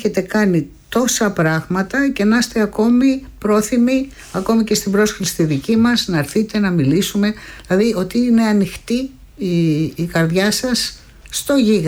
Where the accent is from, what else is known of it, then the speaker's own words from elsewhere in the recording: Greece; ότι είμαστε Έλληνες εμείς.